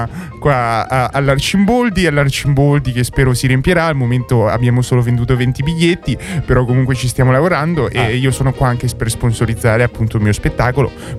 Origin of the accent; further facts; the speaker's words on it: Livorno, Tuscany, Italy; now in Rome, Italy; vengo da Livorno e si sente da il mio accento che vendo da Livorno, no?